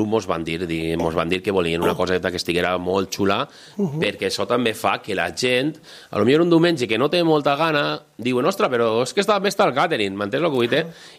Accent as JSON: {"language": "Catalan", "town": "Cocentaina", "region": "Valencian Community", "country": "Spain", "said": "nosaltres, independentment de que som de Cocentaina"}